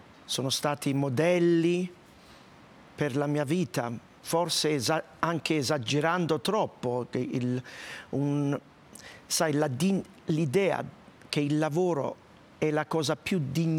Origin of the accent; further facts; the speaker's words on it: London, United Kingdom; dove io ho abitato da bambino a Londra, in un appartamento molto popolare. Povero, se vogliamo.